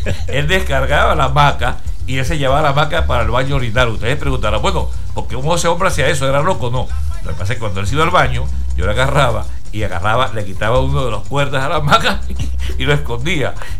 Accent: Caicara, Venezuela; now in Maturín, Venezuela; cuando nosotros nos vinimos de Caicara.

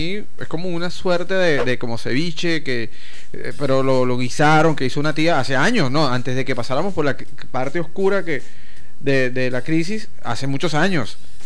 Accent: Venezuela; si debemos asumir como venezolanos

